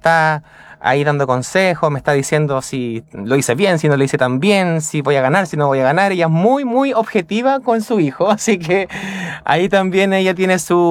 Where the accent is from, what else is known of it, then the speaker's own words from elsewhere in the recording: Cauquenes, Maule, Chile; siempre está ahí mi comunidad cauquenina apoyándome